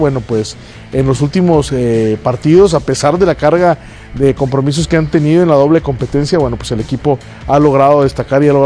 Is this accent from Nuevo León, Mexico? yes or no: yes; Monterrey, Nuevo León, Mexico; yo soy de Monterrey y Tigres es de Monterrey